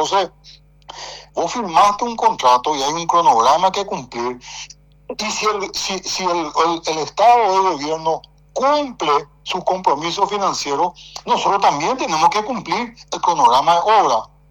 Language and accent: Spanish; Paraguay